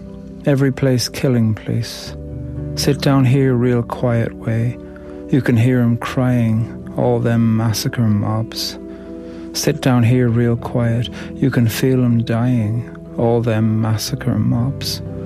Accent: Ireland; I'm from Ireland, and I'm a poet.

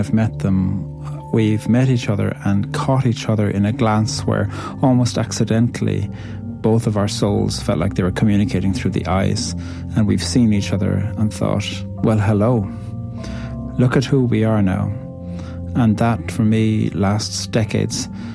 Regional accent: Ireland; I'm an Irish poet

